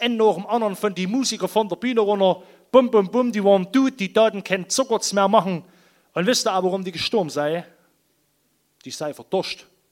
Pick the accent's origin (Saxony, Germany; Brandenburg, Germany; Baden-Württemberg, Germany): Saxony, Germany; Thum; Also wir kommen ja nur aus der Haupt- und Weltstadt Thun im Erzgebirge. War dann nicht umsonst die heimliche Hauptstadt des Erzgebirges genannt